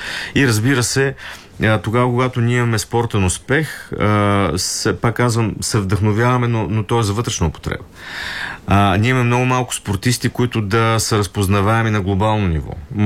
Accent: Plovdiv, Plovdiv Province, Bulgaria; now in Sofia, Bulgaria; Сега аз като пловдивчанин, разбира се, имам своя сантимент към Пловдив, но като живееш в София от 30 години, повече отколкото съм живял в Пловдив

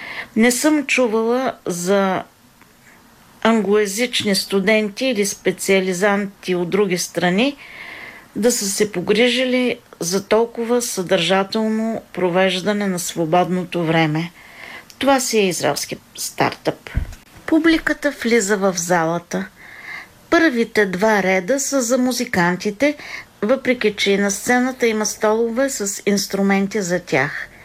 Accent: Hungary; Bulgarian is a second language; now in Israel; от Унгария съм и съм докторантка по медицина.

